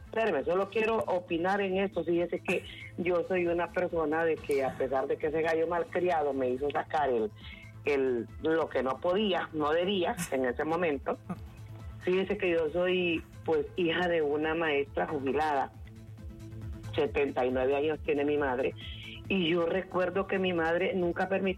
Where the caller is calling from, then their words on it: Olanchito, Yoro, Honduras; soy Yolanchito, pero vivo en Yoro.